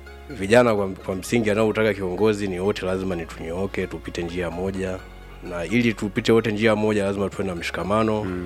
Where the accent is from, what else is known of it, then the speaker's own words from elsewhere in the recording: Kitwiru, Iringa, Tanzania; Ni msemaji wa timu ya Wakushi si central natokea Kitwiru.